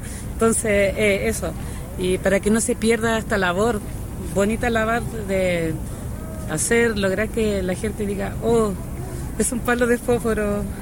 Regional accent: Coquimbo, Chile; Yo soy de Coquimbo.

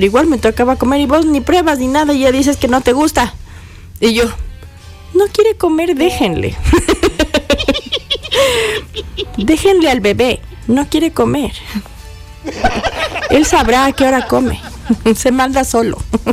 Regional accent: Quito, Pichincha, Ecuador; also born or lived in Zamora; Incluso diría yo que me gusta más vivir en Zamora que en Quito. Y ya, pues es que soy quiteña, ¿no? Y mis papás viven en Quito. O sea, toda mi familia, mis papás, mis hermanos, mis tíos, todos viven en Quito. Pero me gusta más vivir en Zamora

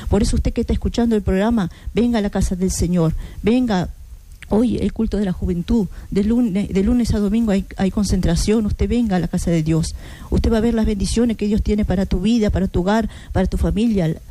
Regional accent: Cerro Largo, Uruguay; moved away; Yo nomás que soy de Cerro Largo

